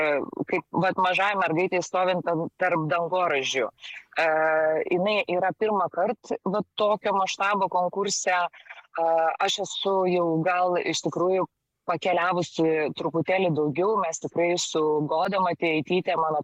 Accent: Vilnius, Vilnius County, Lithuania; moved away as an adult; now in Klaipėda, Lithuania; aš pati esu Vilnietė iš tikrųjų ir kai išvažiavau gyventi Klaipėdą

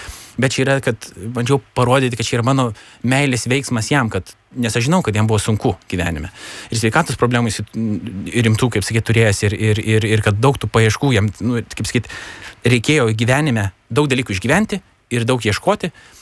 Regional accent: Mažeikiai, Telšiai County, Lithuania; mano gimtajame mieste Mažeikius

